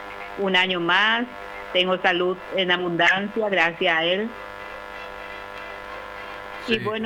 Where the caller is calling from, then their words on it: Cambyretá, Itapúa, Paraguay; soy de Itapúa, distrito de Cambureta. En Cambureta estoy viviendo.